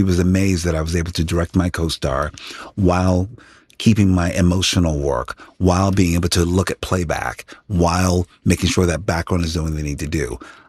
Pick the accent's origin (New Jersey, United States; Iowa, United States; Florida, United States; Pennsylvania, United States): Pennsylvania, United States; Philadelphia; I come from a very humble place. I come from